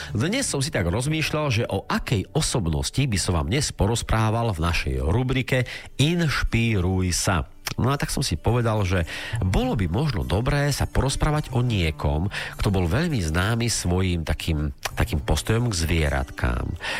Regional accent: Bardejov, Prešov Region, Slovakia; ja keďže som Bardejovčan

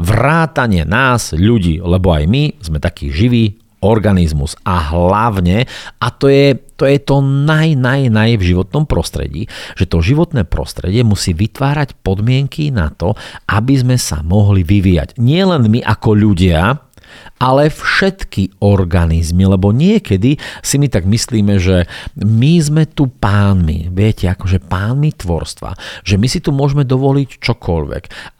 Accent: eastern Slovakia, Slovakia; U nás na východe sa hovorí, že všetko so všetkým skapčano.

